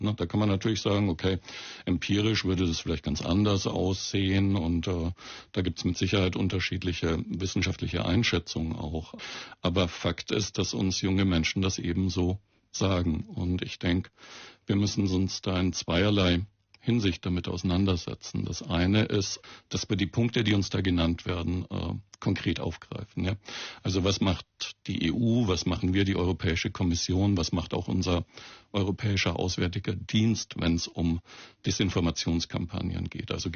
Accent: Southern Germany, Germany

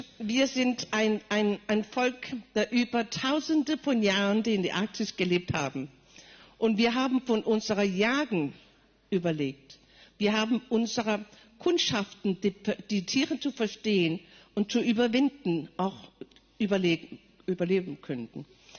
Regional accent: Greenland; first language Greenlandic; German is a second language; Dänisch als meine zweite Sprache. Erste Sprache ist Grönländisch, das ist eine Inuit-Sprache. Das ist unsere erste Sprache, das ist auch die einzige offizielle Sprache Grönlands seit 2009.

